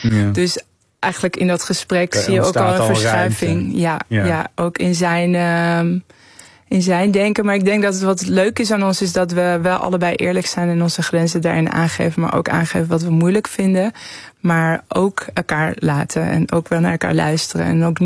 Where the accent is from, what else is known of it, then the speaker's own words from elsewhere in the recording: Tehran, Tehran Province, Iran; Dutch is a second language; now in Netherlands; Ik kwam uit een grote stad. Ik ben opgegroeid in Teheran.